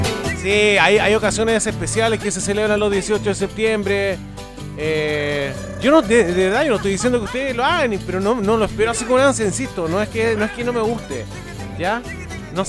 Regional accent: Chile

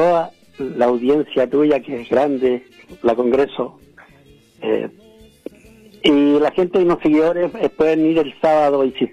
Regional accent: Valparaíso, Chile; somos de Valparaíso, somos de la nueva ola

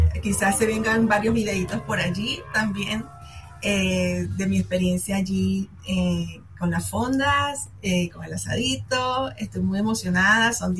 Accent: Venezuela; moved away as an adult; now in Chile; una salsita que hacemos nosotros los venezolanos para acompañar la carne.

